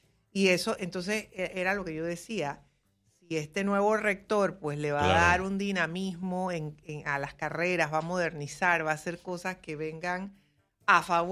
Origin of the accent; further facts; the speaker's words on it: Panama; como panameña que paga impuestos y como, bueno, egresada de allí, porque la verdad sea dicha, también tengo un título de allí, de la Universidad de Panamá